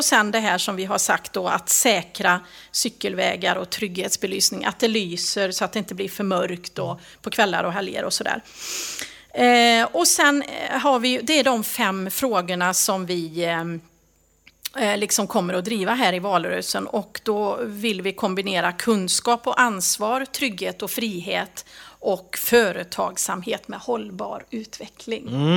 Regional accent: Hudene, Västra Götaland County, Sweden; Jag är från Herrljunga kommun från början, från Hudene.

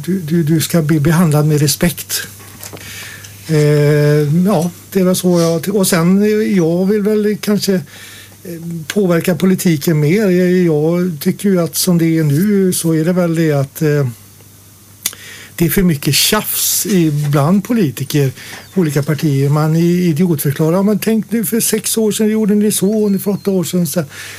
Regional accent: Dingle, Västra Götaland County, Sweden; jag är född i Dingle med Smutropolen. Vi hade väl kanske 900 personer eller 1000 invånare och jag är uppväxt på en liten skola.

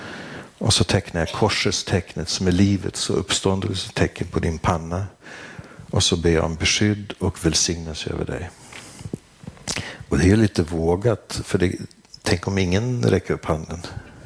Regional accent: Sweden; jag är präst från Sverige.

